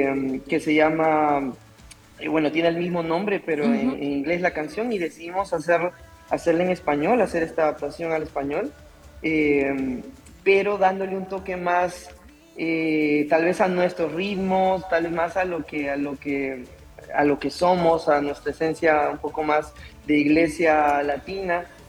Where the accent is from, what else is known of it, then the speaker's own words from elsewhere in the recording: Peru; now in Bogotá, Colombia; Yo soy de Perú, pero vivo en Colombia